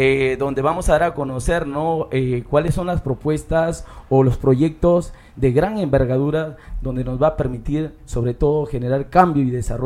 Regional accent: Peru; hacer historia en mi pueblo. Debo empezar por Tucumán

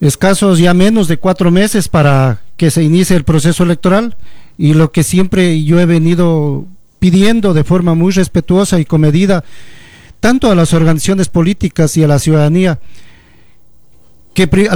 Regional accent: Zamora-Chinchipe, Ecuador; somos como provincia de Zamora Chinchipe.

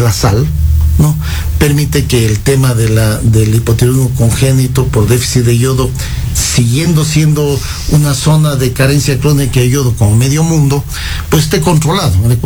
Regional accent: Quito, Pichincha, Ecuador; Yo nací en Quito, soy quiteño de nacimiento.

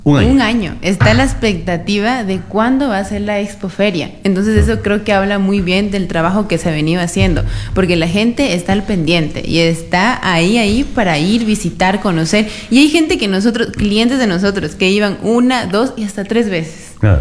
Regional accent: San Pedro de la Bendita, Loja, Ecuador; en donde nosotros somos, San Pedro de la Bendita, la mayoría eran ganaderos

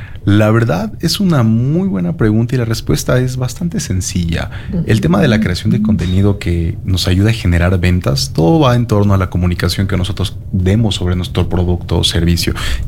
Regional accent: Quito, Pichincha, Ecuador; now in Loja, Ecuador; yo soy de Quito

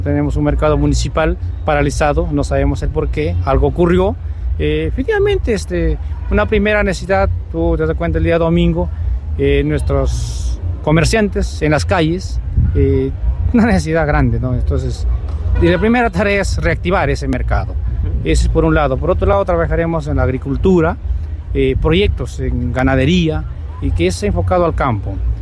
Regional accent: La Ramada, Cajamarca, Peru; mi persona es ramadino y yo soy natural de La Ramada, provengo de un caserío de Chacrerías. … un ciudadano notable

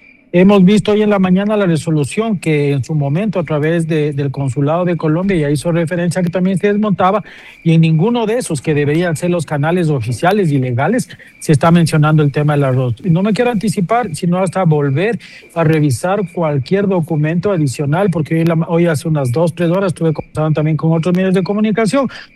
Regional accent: Ecuador; soy ecuatoriano

